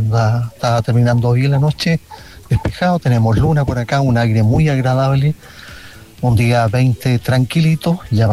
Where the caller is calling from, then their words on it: Quilpué, Valparaíso, Chile; desde Quilpué.